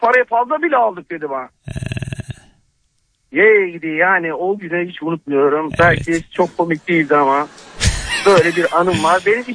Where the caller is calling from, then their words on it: Istanbul, Turkey; Biz İstanbul'dan, Avcılar'dan